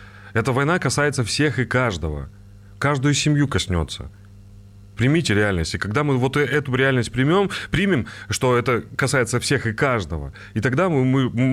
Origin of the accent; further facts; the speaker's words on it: Donetsk, Donetsk Oblast, Ukraine; я же из Донецка.